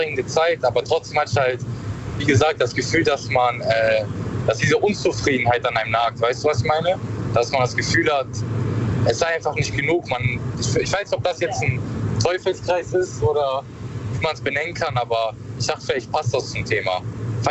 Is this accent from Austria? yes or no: no; Karlsruhe, Baden-Württemberg, Germany; aus Karlsruhe.